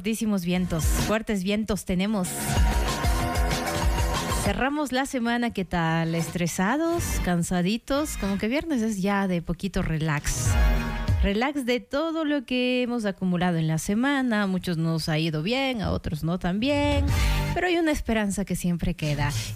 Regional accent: Ecuador

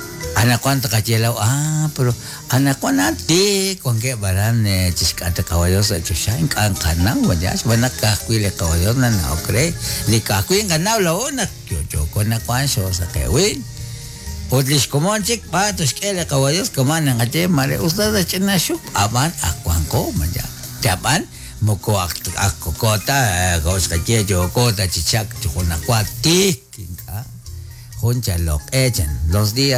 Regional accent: Guatemala; saber de que somos de origen ekchi, somos guatemalteco.

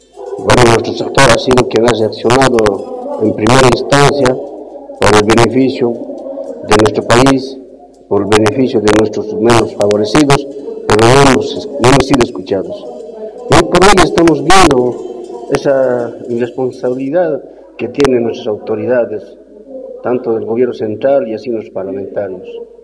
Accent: Bolivia; preocupa como boliviano

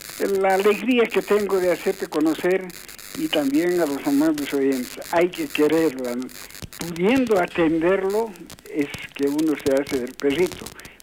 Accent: San Pedro de Buena Vista, Potosí, Bolivia; Yo también soy de San Pedro de Buena Vista, le dije.

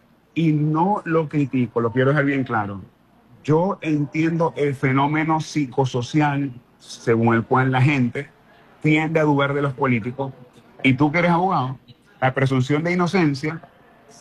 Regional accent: Maracaibo, Zulia, Venezuela; moved away as an adult; now in Houston, United States; yo soy un tipo que mide 1,93, que soy maracucho, que hablo duro

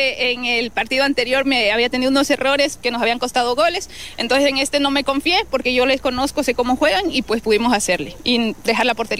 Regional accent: Lago Agrio, Sucumbíos, Ecuador

